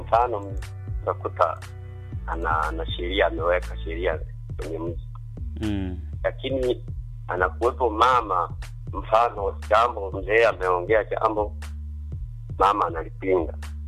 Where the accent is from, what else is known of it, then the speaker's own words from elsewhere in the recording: Serengeti, Mara, Tanzania; born there; now in Mwanza, Tanzania; mimi kwetu ni Serengeti